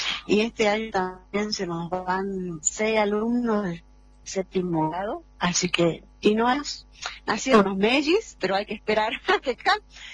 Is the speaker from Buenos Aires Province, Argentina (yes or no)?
no; Ledesma, Jujuy, Argentina; Ledesma, de donde yo soy